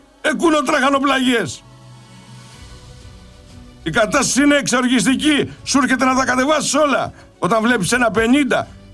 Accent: Peloponnese, Greece; Εκεί στην πατρίδα μου. Στους πρόποδες του τα ηγέτου.

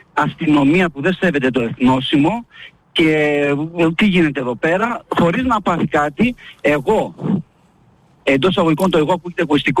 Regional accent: Germany; εγώ βασικά μεγάλωσα στη Γερμανία.

